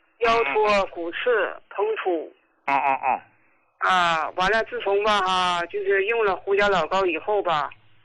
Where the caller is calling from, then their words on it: Jilin, China; 我介绍一下，我是吉林的患者。